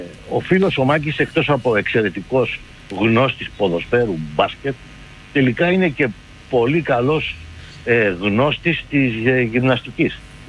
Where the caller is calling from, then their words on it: Piraeus, Attica, Greece; από το Νέο Φάλιρο.